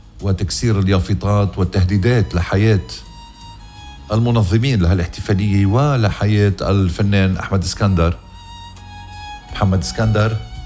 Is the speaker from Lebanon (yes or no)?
yes; Lebanon; ومنتضامن اكيد مع بعضنا كلبنانيين.